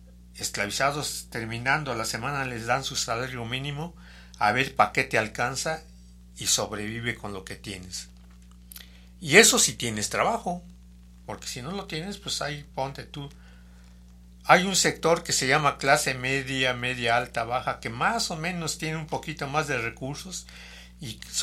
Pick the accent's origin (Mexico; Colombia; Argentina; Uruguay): Mexico; sí vivimos en una nación que se llama México